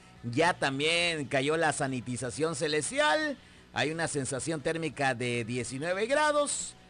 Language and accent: Spanish; Berriozábal, Chiapas, Mexico; allá en mi pueblito chulo, bonito y precioso, llamado Berriozábal